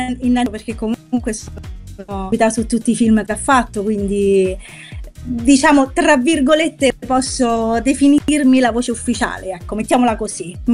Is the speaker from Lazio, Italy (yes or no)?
yes; Rome, Lazio, Italy; accent: Roman; col fatto che parlo romano, visto che sono proprio di Roma, romana, doc.